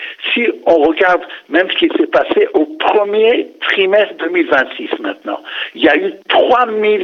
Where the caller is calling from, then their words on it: Jerusalem, Jerusalem District, Israel; moi je suis à Arnof, à Jérusalem, dans un quartier religieux